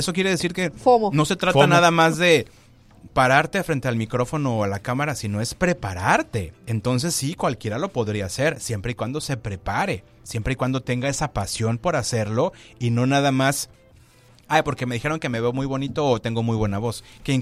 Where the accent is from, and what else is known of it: Tijuana, Baja California, Mexico; born there; accent: chilango; also born or lived in Mexico City